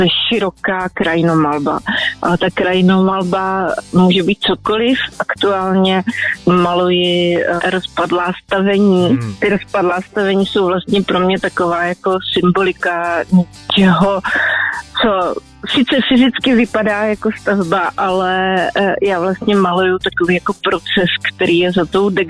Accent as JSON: {"language": "Czech", "town": "Brno", "region": "South Moravian Region", "country": "Czechia", "tie": "born there", "moved": "yes", "lives_now": "Ivanovice na Hané, Czechia", "said": "Já jsem teď momentálně z Ivanovic na Hané, ale rodák Brna."}